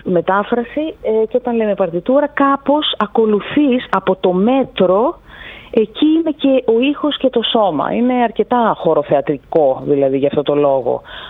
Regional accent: Greece

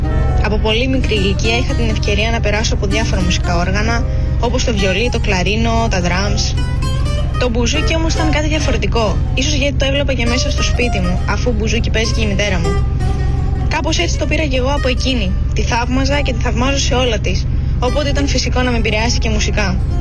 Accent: Inousses, North Aegean, Greece; Μεγάλωσα πολύ όμορφα στις Ινούσες, σε ένα περιβάλλον με πολύ ωραία ακούσματα, τόσο σμυρναϊκά όσο και λαϊκά.

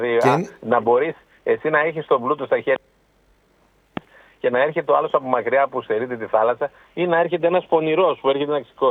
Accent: Xylagani, Eastern Macedonia and Thrace, Greece; παίρνω το χωριό μου τώρα την Ξυλαγανή

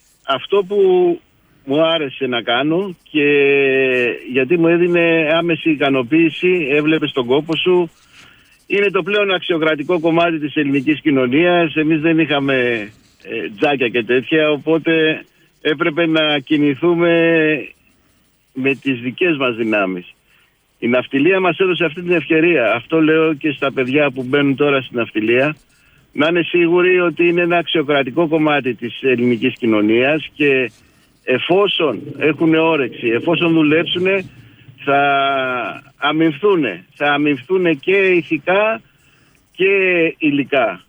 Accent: Greece

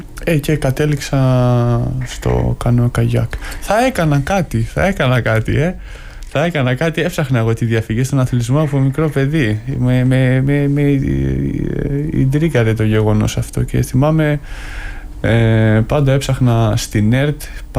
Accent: Thessaloniki, Central Macedonia, Greece; είμαι και από τη Θεσσαλονίκη.

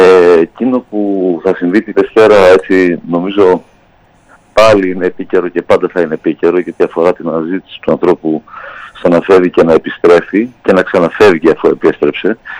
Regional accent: Greece; και εμείς έχουμε υπάρξει πρόσφυγες ως Έλληνες

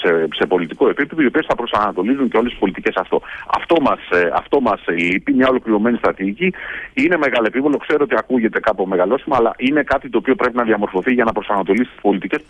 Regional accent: Greece; επειδή είμαστε Έλληνες

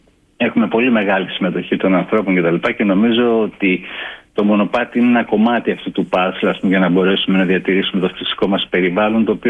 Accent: North Aegean, Greece; now in Agios Kirykos, Greece; Καταγωγή μου είναι από τις Δράχες, μένω στον Άγιο Κύρικο, έχω καταγωγή από τη Δυτική Ικαρία, από τις περιοχές του Καρκιναγρίου, του Κάβο Πάπα που λέμε.

